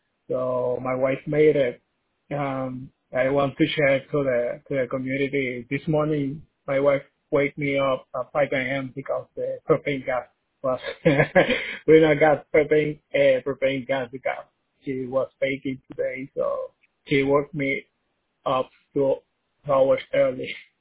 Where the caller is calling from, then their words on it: Puerto Rico; English is a second language; Good morning to all. I'm here from Puerto Rico.